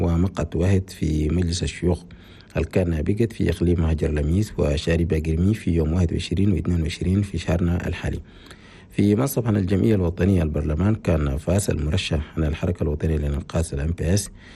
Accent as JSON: {"language": "Arabic", "country": "Chad", "said": "في بلدنا تشاد"}